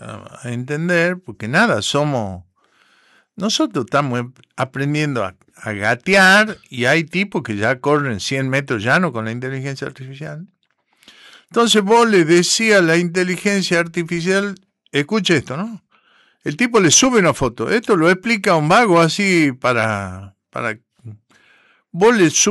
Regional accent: Jujuy, Argentina; yo soy de Jujuy. Ah, cierto que soy de Jujuy.

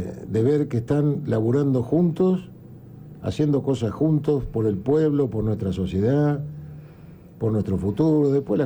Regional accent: Argentina; sentirnos como argentinos

